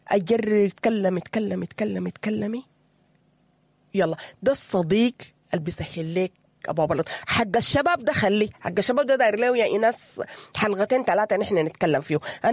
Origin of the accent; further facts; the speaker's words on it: Sudan; المصيبة الكبيرة اللي احنا بقينا واقعين فيها نحن كمجتمع سوداني،